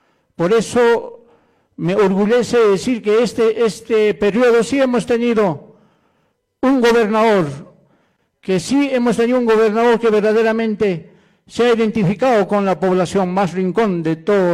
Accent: El Collao Province, Puno, Peru; yo soy de provincia del Collao

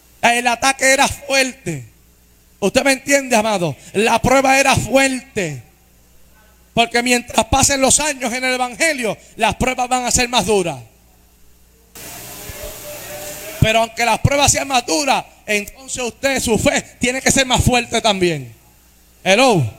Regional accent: Puerto Rico; moved away as an adult; also born or lived in United States; La segunda pelea que tuve con un león, amado, fue cuando llegué de los Estados Unidos a Puerto Rico. Que me encontré con 25 años de edad viviendo en casa de mis padres de nuevo. Yo me había ido a los 18 y volví de nuevo a la casa de mis padres.

